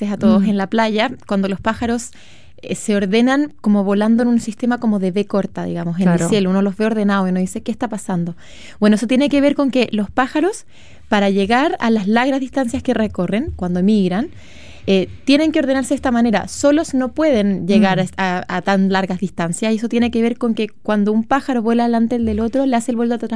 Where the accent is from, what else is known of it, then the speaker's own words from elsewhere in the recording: Chile; Y como chilenos tenemos hoy día una relación familia-escuela súper quebrada.